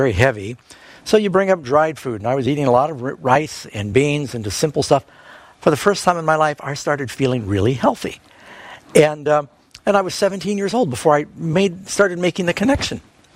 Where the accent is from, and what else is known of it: New York City, New York, United States; born or raised there